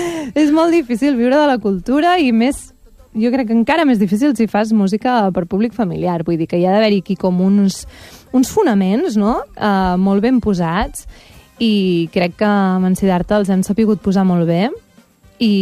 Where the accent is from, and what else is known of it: Castelló d'Empúries, Catalonia, Spain; born or raised there; also born or lived in Roses